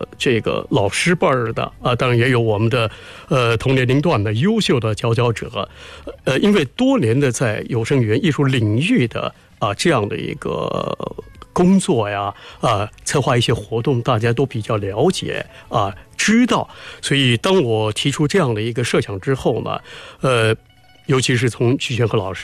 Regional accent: Nanjing, Jiangsu, China; moved away; 作为一个南京人

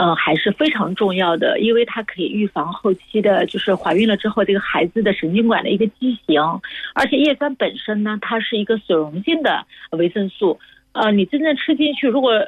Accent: China; 我们就是中国的这种女性

